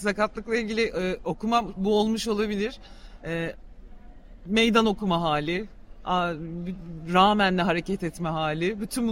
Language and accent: Turkish; Adana, Turkey; Adana'da doğdum, büyüdüm ve burada okudum aslında.